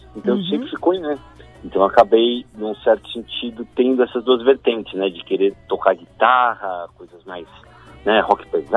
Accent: São Paulo, Brazil; moved away as an adult; also born or lived in London; eu moro, eu sou nascido em São Paulo, vivi em São Paulo a vida inteira, até quando eu resolvi me mudar para Londres

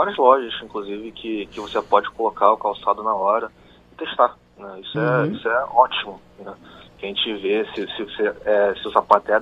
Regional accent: Brazil; Eu sou brasileiro, mas a minha família é de fora.

